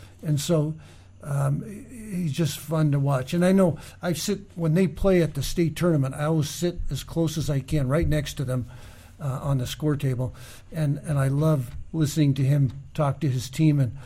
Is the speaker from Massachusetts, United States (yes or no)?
no; Kotzebue, Alaska, United States; born or raised there